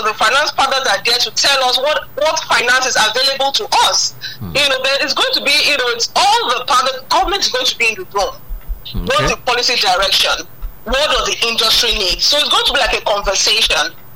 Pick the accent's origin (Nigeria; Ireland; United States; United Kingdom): Nigeria; we are Nigerians.